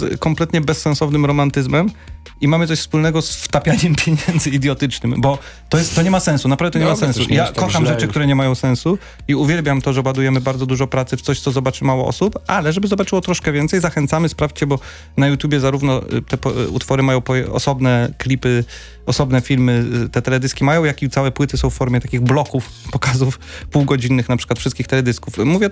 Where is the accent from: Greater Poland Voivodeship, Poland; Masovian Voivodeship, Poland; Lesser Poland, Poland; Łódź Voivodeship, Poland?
Masovian Voivodeship, Poland; Warsaw; Ja jestem z Ursynowa. I wokół mnie to wszystko się działo. Jestem na tyle stary, że pamiętam początki polskiego rapu, ponieważ jestem rocznik 86 z Ursynowa